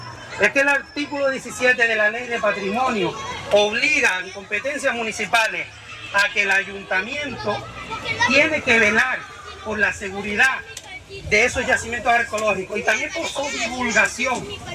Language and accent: Spanish; Santa Cruz de Tenerife, Canary Islands, Spain; Porque yo soy de Santa Cruz, vivo en Güímar, ¿y qué hago yo en Chimiche?